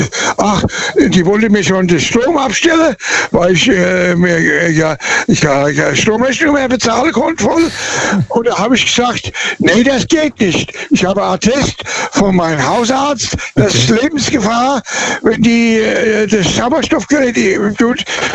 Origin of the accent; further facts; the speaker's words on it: Birlenbach, Rhineland-Palatinate, Germany; born there; Und zwar weiß ich, wo ich geboren bin, in dem Ort Birlenbach. Das Haus, wo ich geboren bin, war sogar das Baujahr.